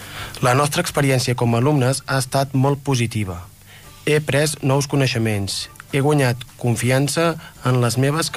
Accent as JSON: {"language": "Catalan", "town": "Vic", "region": "Catalonia", "country": "Spain", "said": "Bona tarda … soc de Vic"}